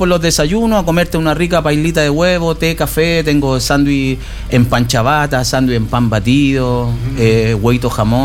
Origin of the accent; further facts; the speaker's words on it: Chile; El sabor de lo nuestro, la comida chilena